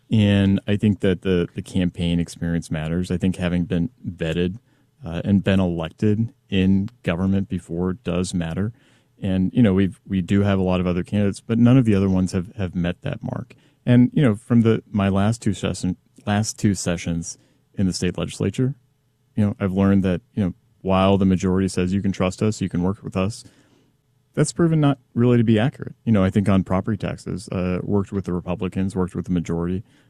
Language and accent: English; Kansas, United States; And I grew up in Troop 284 at 91st and Nall, Holy Cross up 95th and Antioch.